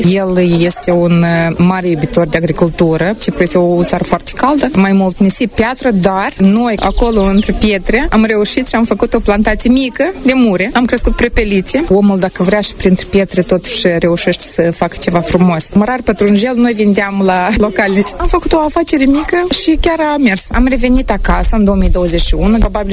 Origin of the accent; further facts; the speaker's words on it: Logănești, Hîncești District, Moldova; Suntem din Hâncești, Logănești. Aveam procurat apartamentul nostru. Locuim în Hâncești deja de 5 ani.